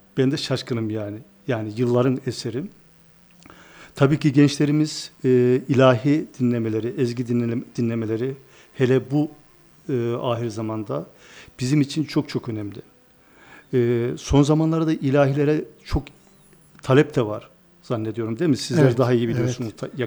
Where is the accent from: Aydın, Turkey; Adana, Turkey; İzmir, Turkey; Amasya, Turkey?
Amasya, Turkey; Aslında ben Amasyalıyım.